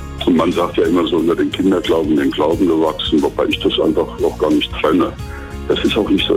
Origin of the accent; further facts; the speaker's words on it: Thuringia, Germany; Ich bin in Thüringen groß geworden und habe eigentlich von Anfang an nichts anderes machen wollen.